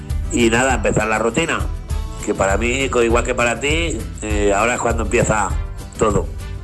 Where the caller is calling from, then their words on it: Villar de Olalla, Castilla-La Mancha, Spain; de Villar de Olaya.